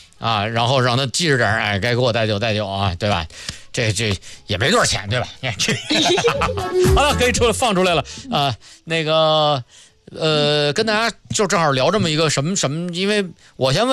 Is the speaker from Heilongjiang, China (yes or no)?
no; Beijing, China; 因为作为北京人